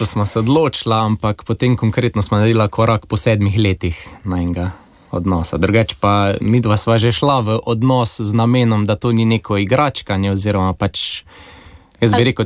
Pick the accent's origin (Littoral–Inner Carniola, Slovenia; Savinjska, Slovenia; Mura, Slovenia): Savinjska, Slovenia; Velenje; also born or lived in Maribor; now in Mozirje, Slovenia; odraščala sva v Velenju, potem sva 8 let preživela v Mariboru kot študenta, pa potem na začetku pač karierne poti, potem smo se pa preselili nazaj v rodni kraj